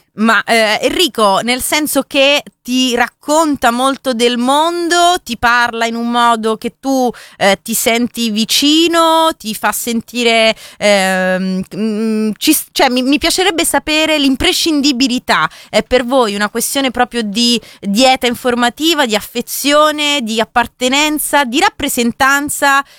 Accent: England, United Kingdom; also born or lived in Rome; Io sono di Roma, sono cresciuta, sono diventata adulta in Inghilterra.

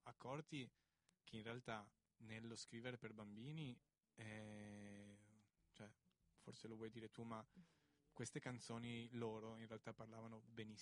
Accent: Venice, Veneto, Italy; Beh, sono veneziano, guido coi piedi.

